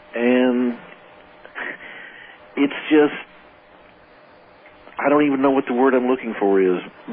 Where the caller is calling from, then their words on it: El Paso, Texas, United States; Well, not too far from you, over in El Paso.